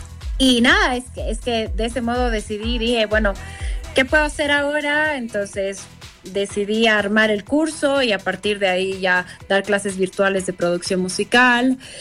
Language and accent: Spanish; Bolivia; El tema crítico un poquito en mi país es que la parte política, ¿no?